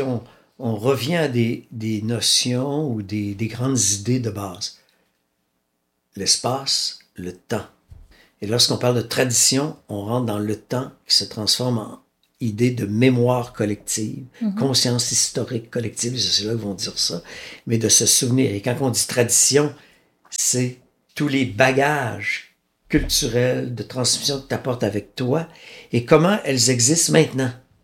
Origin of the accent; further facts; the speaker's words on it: Wendake, Quebec, Canada; chez nous, à Wendake